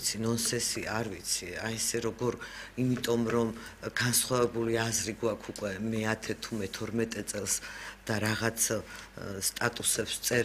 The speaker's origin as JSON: {"language": "Georgian", "town": "Samtredia", "region": "Imereti", "country": "Georgia", "tie": "born or raised there", "said": "დიახ, თვითონაც სამტრედიელია და მე სამტრედიაში დაბადებული გაზრდილი ვარ და მე და ეკა ერთ სკოლაში ვსწავლობდით."}